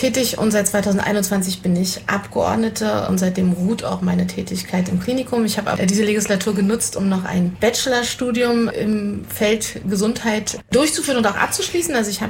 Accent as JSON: {"language": "German", "region": "Berlin", "country": "Germany", "tie": "born there", "lives_now": "Quedlinburg, Germany"}